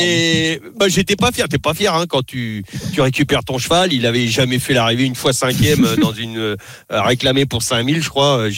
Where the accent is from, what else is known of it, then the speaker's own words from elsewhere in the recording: France; nous, en tant que Français